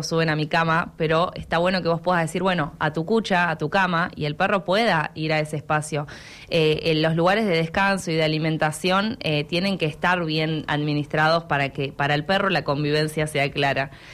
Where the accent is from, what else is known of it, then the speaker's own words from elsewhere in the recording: Trelew, Chubut, Argentina; Yo soy nacida y criada acá en Trelew